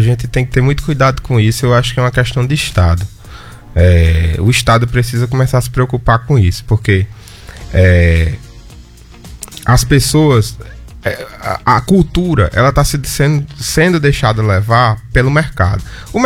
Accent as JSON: {"language": "Portuguese", "town": "Grossos", "region": "Rio Grande do Norte", "country": "Brazil", "said": "Sou de Grossos. E aí, eu fiz em Grossos, na Câmara Municipal, fiz 3 concertos em Grossos."}